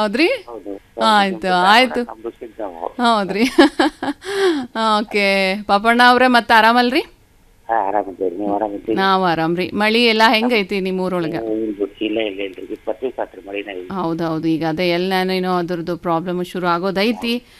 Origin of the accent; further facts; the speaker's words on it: Hubballi, Karnataka, India; ನಮ್ಮೂರು ಹುಬ್ಳಿ ರೀ.